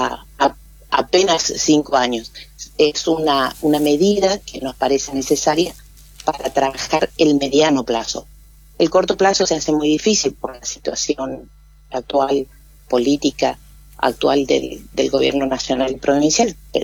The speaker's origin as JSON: {"language": "Spanish", "region": "Corrientes", "country": "Argentina", "tie": "born or raised there", "moved": "yes", "said": "Yo ya les dije que yo soy nacida en Corrientes, de padres chaqueños, pero nacida en Corrientes, así que también es nuestra región. Bien, es nuestra región también, donde la lengua guaranítica también nos une y nos acompaña."}